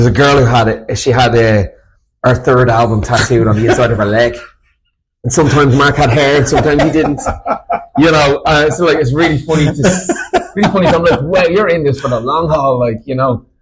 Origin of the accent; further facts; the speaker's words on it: Ireland; we're Irish